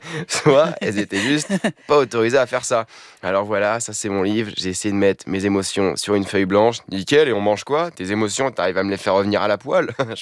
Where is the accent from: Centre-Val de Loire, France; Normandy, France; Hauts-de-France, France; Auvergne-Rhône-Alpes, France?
Centre-Val de Loire, France; Amboise; Moi, j'ai grandi à Amboise, ville où est mort Léonard de Vinci